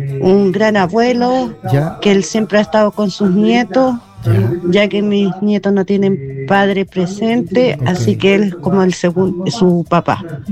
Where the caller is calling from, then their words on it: Viña del Mar, Valparaíso, Chile; Así que somos de acá, de Villa La Pradera, Viña del Mar.